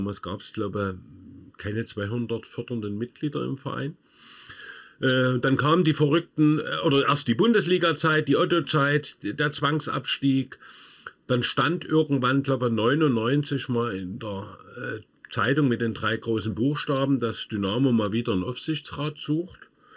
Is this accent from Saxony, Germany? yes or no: yes; Dresden, Saxony, Germany; Also ich bin gebürtiger Dresdner, bin 68 in Dresden geboren.